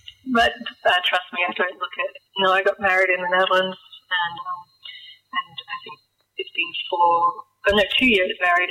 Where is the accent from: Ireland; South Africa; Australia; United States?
Australia; Perth, Western Australia; I think growing up in Perth, and at the time I did, it was mainly just the basics of getting through school and trying to work out where I was going to fit in life.